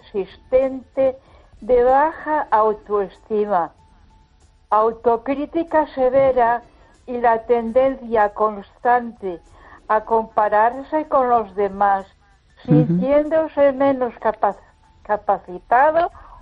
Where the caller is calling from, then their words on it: Ponferrada, Castile and León, Spain; Buenas noches, Esther … de Ponferrada.